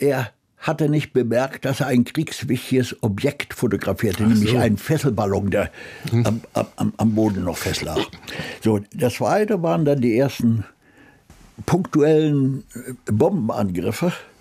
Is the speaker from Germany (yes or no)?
no; Gdańsk, Pomeranian Voivodeship, Poland; moved away; also born or lived in Königsberg; Und bin in Danzig aufgewachsen. Und dann bin ich sogar eingeschult worden. Also in die ganze Jugendzeit ist Danzig.